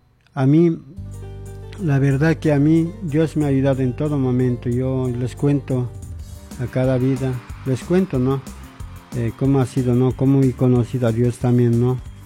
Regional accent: La Paz, Bolivia; yo soy de La Paz, de Bolivia, y de La Paz

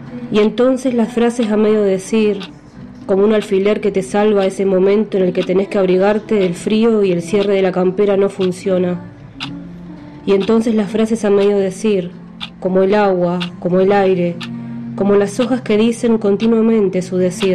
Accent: Bahía Blanca, Buenos Aires Province, Argentina; born there; now in Cipolletti, Argentina; nací en Bahía Blanca, pero hace muchos años que vivo acá en el Valle, en Cipolletti.

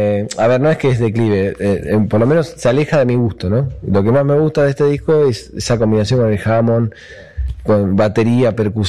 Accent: La Plata, Buenos Aires Province, Argentina; Yo soy de La Plata

